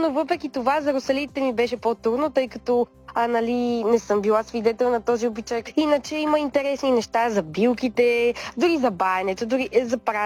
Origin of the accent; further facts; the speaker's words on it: Berkovitsa, Montana Province, Bulgaria; в родния ми град Берковица